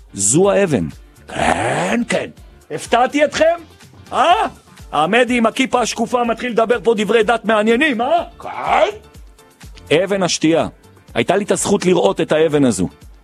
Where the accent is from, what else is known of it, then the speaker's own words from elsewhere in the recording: Jerusalem, Jerusalem District, Israel; אני ירושלמי ואני אוהב לדחוף ירושלמים.